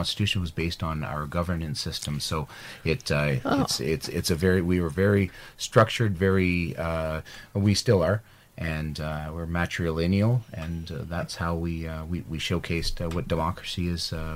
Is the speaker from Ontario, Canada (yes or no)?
yes; Ontario, Canada; I am actually from the Oneida Nation of the Thames First Nations community, which is just outside of London, Ontario.